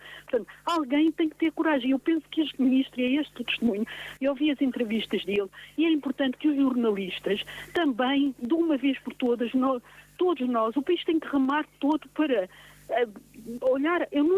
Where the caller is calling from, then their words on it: Portugal; como português, todos nós, como portugueses, queremos realmente um Portugal diferente.